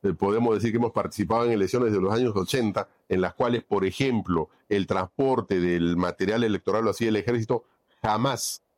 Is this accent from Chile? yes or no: no; Peru; que como peruanos opino